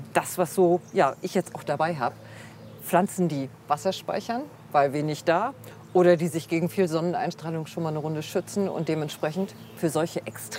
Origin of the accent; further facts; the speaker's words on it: Hamburg, Germany; Also ich komme aus dem Hamburger Raum, nasse, matschige Winter.